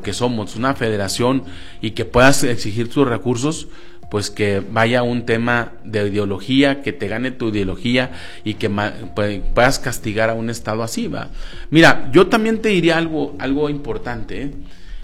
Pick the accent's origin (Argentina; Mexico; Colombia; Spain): Mexico; como mexicanos que somos